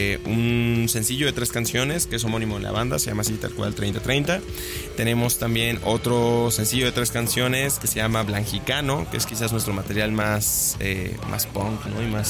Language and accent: Spanish; Xalapa, Veracruz, Mexico; also born or lived in Mexico City; Bueno, yo soy nacido en CDMX, pero adoptado pero jalapeño adoptado desde jalapeño. Los 8 años.